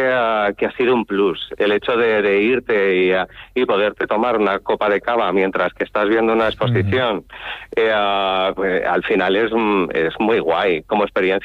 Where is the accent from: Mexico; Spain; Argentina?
Spain; Toledo, Castilla-La Mancha; also born or lived in Madrid; yo soy originario de Madrid, nacido en Madrid, aunque yo siempre digo que soy de Toledo, toda mi familia es toledana y yo me he criado ahí en Toledo.